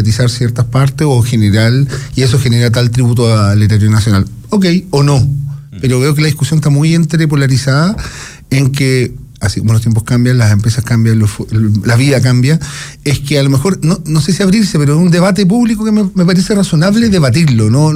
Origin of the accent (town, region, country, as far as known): Chile